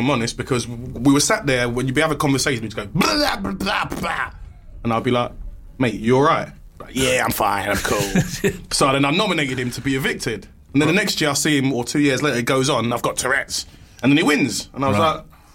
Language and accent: English; Nigeria; I'm Nigerian